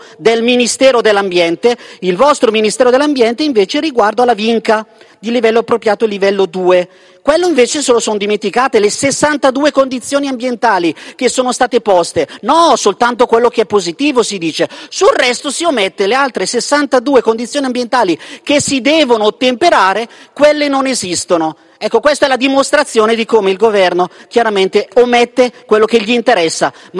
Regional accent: Lombardy, Italy; mentre io ad esempio sono lombardo, tante infrastrutture

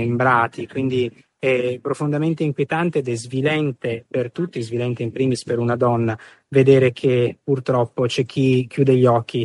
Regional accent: Nir Oz, Southern District, Israel; Veniamo da Niroz. Niroz è stato uno dei kibbutzim più colpiti dalla strage del 6 ottobre, a poco più di 2 chilometri da Khan Yunis

